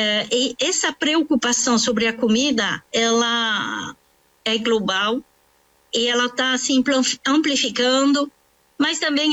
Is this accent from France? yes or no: yes; France; Portuguese is a second language; moved away as an adult; also born or lived in United States; now in Brazil; eu sou francesa, naturalizada no Brasil, agora sou brasileira, há 26 anos que eu estou no Brasil, e morei também 9 anos nos Estados Unidos.